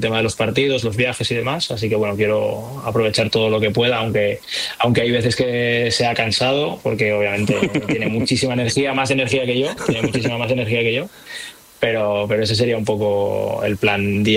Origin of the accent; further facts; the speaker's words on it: Catalonia, Spain; además somos los dos catalanes y de cerca además